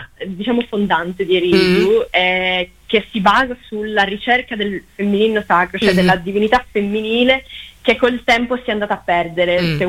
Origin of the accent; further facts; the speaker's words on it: Sardinia, Italy; Tra l'altro io sono sarda, quindi arrivo da una comunità matriarcale, perciò per me è ancora più, diciamo, più interessante capire.